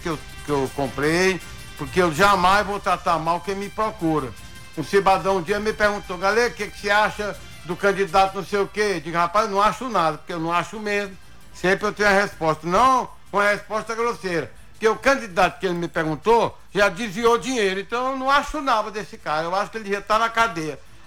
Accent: Brazil; porque eu sou brasileiro.

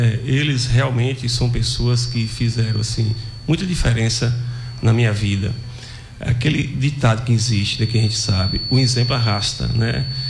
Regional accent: Guanambi, Bahia, Brazil; also born or lived in Botuporã / Salvador; Eu tenho 54 anos, nasci em Botuporã, vim para aqui para Guanambi logo quando eu era pequeno. Aí a gente morou aqui 12 anos, meus pais retornaram para Botuporã, a gente também retornou para Botuporã, fiquei lá em torno de 2 anos, depois a gente foi para Salvador.

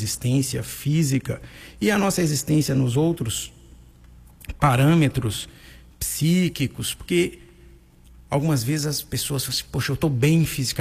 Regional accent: Minas Gerais, Brazil; moved away as an adult; now in Caetité, Brazil; Eu sou mineiro, né? Não sou baiano, né?

